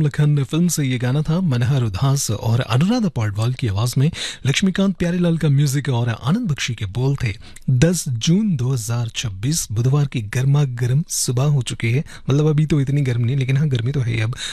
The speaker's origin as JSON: {"language": "Hindi", "region": "Delhi", "country": "India", "said": "अब भाई हम दिल्ली वाले हैं"}